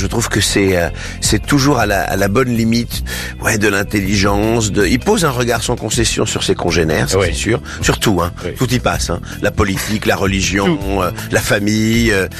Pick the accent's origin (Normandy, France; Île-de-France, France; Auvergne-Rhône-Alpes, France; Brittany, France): Île-de-France, France; Asnières-sur-Seine; born there; Je suis né le 22 à Asnières, le 22 septembre à Asnières-sur-Seine